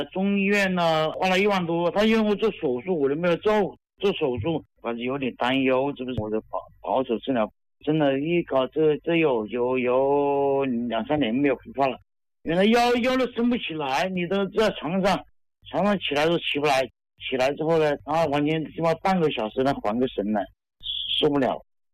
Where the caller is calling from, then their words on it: Xiaogan, Hubei, China; 我住在孝感那边，孝感住在孝感城区。